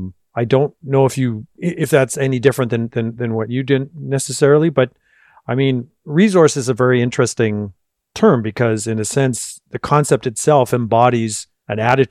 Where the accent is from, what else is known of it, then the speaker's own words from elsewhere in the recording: Winnipeg, Manitoba, Canada; I'm from Winnipeg after all.